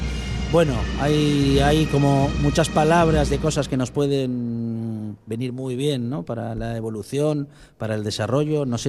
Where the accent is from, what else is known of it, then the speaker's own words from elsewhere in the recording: Buenos Aires, Argentina; now in Spain; Yo que soy un asturiano que nació en Buenos Aires, como pues, me gusta decir, efectivamente en casa se vivió la asturianía desde siempre